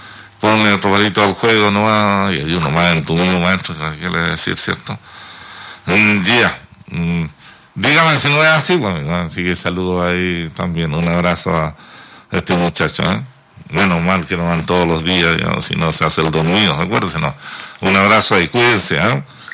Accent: Chile

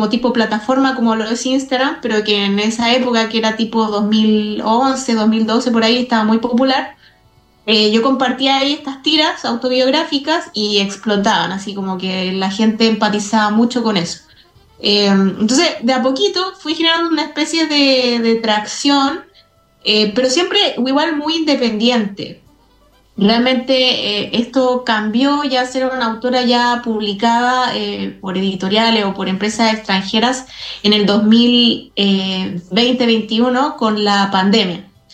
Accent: Iquique, Tarapacá, Chile; moved away as an adult; also born or lived in Santiago; que yo soy de Iquique, pero viajé a Santiago a estudiar

